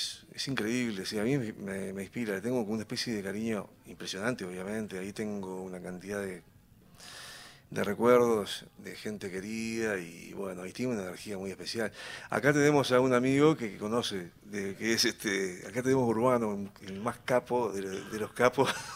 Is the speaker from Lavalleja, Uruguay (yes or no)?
yes; Minas, Lavalleja, Uruguay; now in Montevideo, Uruguay; Cuando yo recién llegué de Minas, ahí en Montevideo